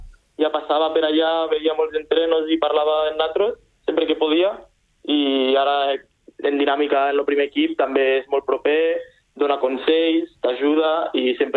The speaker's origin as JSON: {"language": "Catalan", "town": "Sitges", "region": "Catalonia", "country": "Spain", "tie": "born or raised there", "said": "vaig començar al Sitges, que és l'equip del meu poble."}